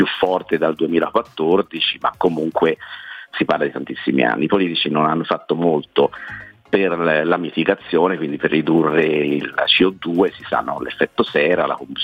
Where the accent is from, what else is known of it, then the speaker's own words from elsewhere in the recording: Florence, Tuscany, Italy; perché poi sono fiorentino